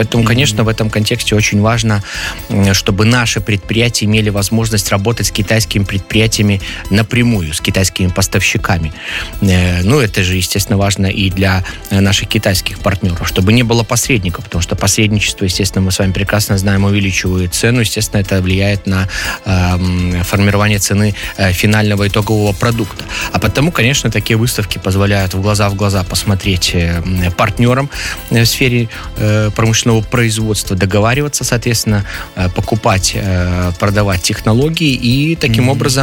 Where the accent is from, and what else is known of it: Belarus